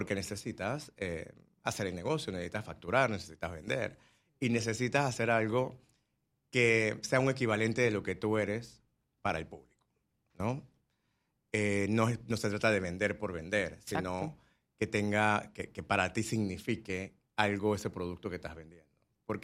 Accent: Panama; moved away as an adult; also born or lived in Italy; quiero hacer un restaurante en mi país porque ya me quiero regresar.

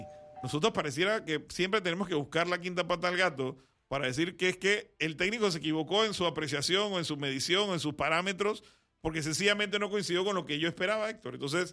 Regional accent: Panama

